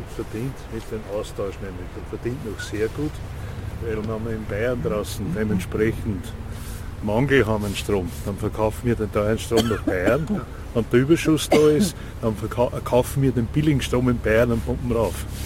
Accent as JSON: {"language": "German", "region": "Upper Austria", "country": "Austria", "said": "Ich komme aus dem Innviertel Oberösterreich."}